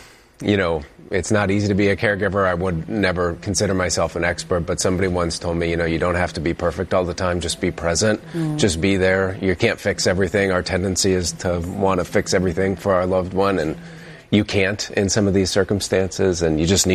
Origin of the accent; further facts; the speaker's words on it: Illinois, United States; Illinois.